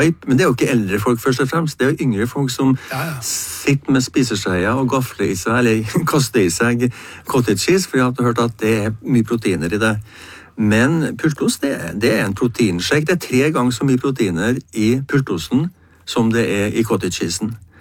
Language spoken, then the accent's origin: Norwegian; Trøndelag, Norway; now in Eastern Norway; jeg er jo trønder